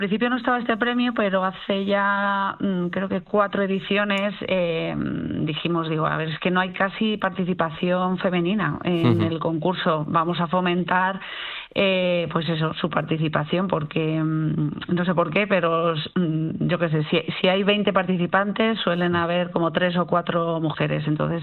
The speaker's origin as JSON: {"language": "Spanish", "country": "Spain", "also_born_or_lived": "Netherlands"}